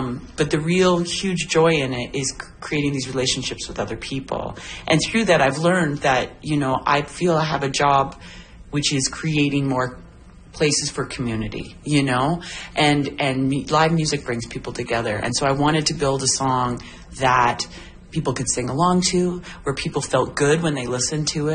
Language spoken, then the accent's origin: English; Prince Edward County, Ontario, Canada; now in Kingston, Canada; I'm not originally born and raised in Kingston, that I can brag about it, because I've lived there for 22 years. It is home. I'm from Prince Edward County, an hour down the road.